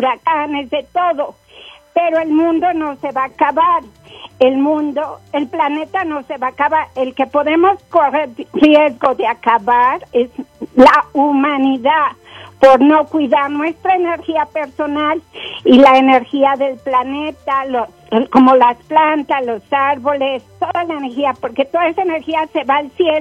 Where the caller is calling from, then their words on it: Colorado, United States; llamo desde las montañas de Denver.